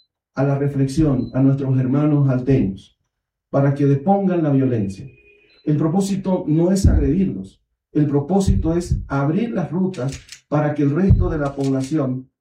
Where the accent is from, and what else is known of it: Bolivia